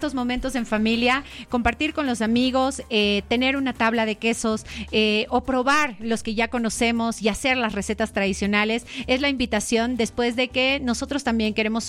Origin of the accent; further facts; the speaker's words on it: Ecuador; ¿Qué nos falta como ecuatorianos